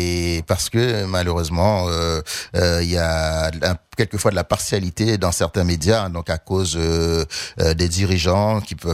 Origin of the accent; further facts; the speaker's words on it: Haiti; moved away; parce que j'aime beaucoup mon pays d'origine, Haïti